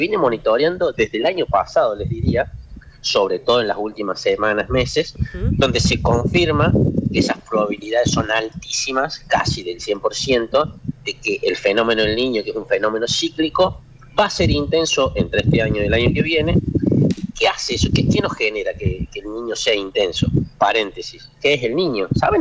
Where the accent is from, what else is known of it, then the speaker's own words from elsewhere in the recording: Córdoba, Argentina; todos los que somos de Córdoba estamos acostumbrados a tormentas fuertes.